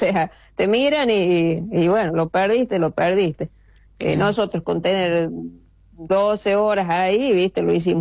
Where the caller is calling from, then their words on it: Chilecito, La Rioja, Argentina